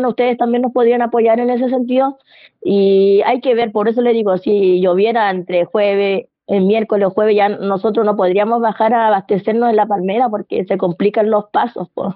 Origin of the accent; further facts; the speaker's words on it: Peralillo, Coquimbo, Chile; Nosotros, por lo menos, nosotros somos de acá del interior, somos de Peralillo.